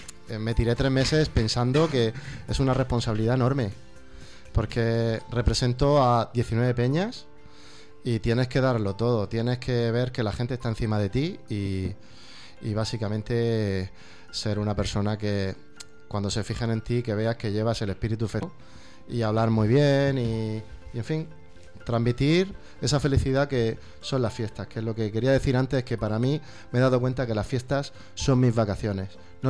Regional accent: Alcantarilla, Region of Murcia, Spain; also born or lived in Campoamor; estoy recordando todo lo que he pasado en mi infancia en el pueblo y toda esta juventud

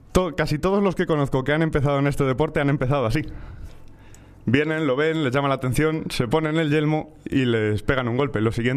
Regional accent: Uclés, Castilla-La Mancha, Spain; yo me he criado gran parte de mi infancia en Uclés, al lado de un castillo

